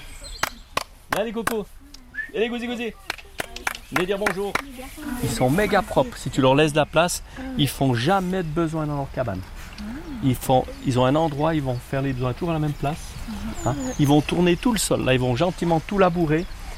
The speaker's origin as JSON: {"language": "French", "region": "Fribourg", "country": "Switzerland", "said": "en tant que fribourgeois"}